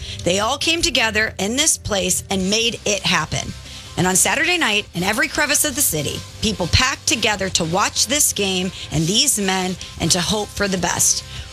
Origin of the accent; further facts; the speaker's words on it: St. Louis, Missouri, United States; now in New York, United States; So as most of you know, I'm proudly from St. Louis. My roots didn't grow from the concrete jungle. However, St. Louis is family, but New York is my marriage.